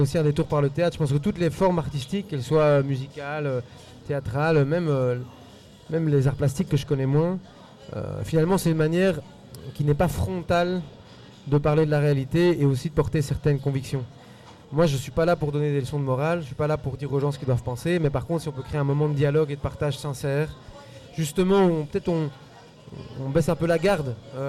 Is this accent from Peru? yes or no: yes; Peru; moved away